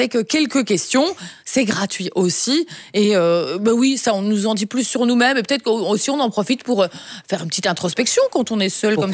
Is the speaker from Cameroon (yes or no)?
no; Wallonia, Belgium; born there; moi, je suis née près près de Libramont